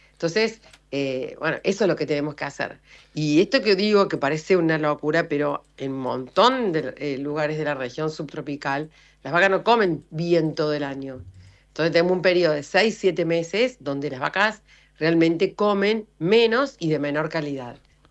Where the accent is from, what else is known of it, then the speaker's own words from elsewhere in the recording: Córdoba, Argentina; accent: cantito cordobés; no hay duda de dónde provengo, nosotros somos muy orgullosos de Córdoba